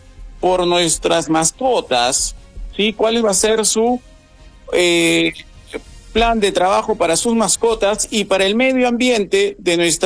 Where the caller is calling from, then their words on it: Arequipa, Peru; De Alameda Dolores, José Luis Bustamante y Rivero.